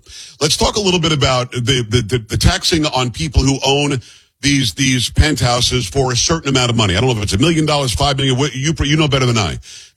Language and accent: English; New York, United States; moved away; I'm from Metro New York originally.